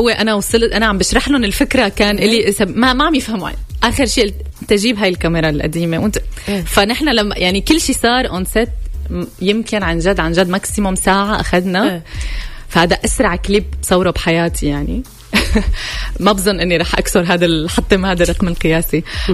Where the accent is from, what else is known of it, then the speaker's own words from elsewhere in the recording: Syria; لانه هو يعني ضيعته بالعراق وضيعتي بسوريا، يعني قراب على بعض